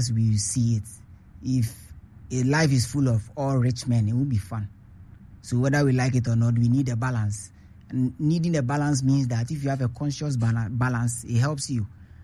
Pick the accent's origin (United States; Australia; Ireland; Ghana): Ghana; I think we should begin to understand that we are Ghanaian first before everything else.